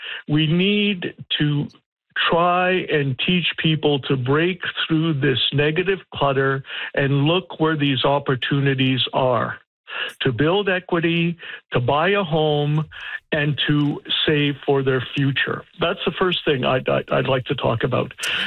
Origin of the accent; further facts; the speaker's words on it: Toronto, Ontario, Canada; moved away as an adult; now in Newmarket, Canada; we were living in downtown Toronto, and I'm born and raised in downtown Toronto.